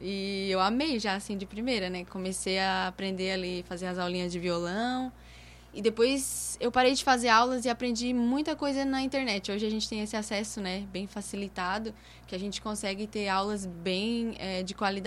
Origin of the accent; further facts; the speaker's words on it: Sombrio, Santa Catarina, Brazil; born there; Só nasci no Sombrio. Todo mundo me pergunta, a minha vida é uma loucura. Eu só nasci no Sombrio e dali a gente se mudou para muitas cidades, porque meu pai era caminhoneiro